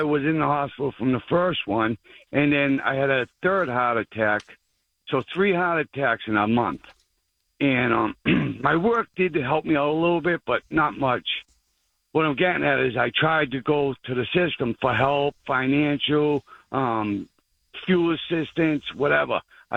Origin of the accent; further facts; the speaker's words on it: United States; Just letting you know that the welfare system failed me big time. And I'm American. Worked 30 years in construction.